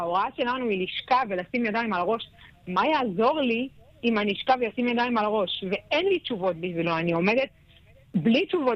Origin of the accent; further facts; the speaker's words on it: Kiryat Shmona, North, Israel; ואני נולדתי וגדלתי בקריית שמונה, ואני מחוברת לעיר ומחוברת לתושבים שלה.